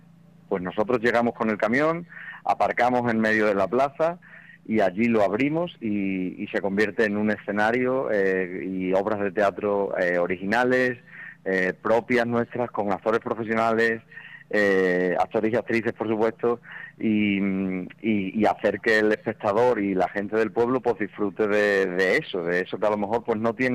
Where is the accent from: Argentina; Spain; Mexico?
Spain; Almendralejo, Extremadura; Yo soy de Almendralejo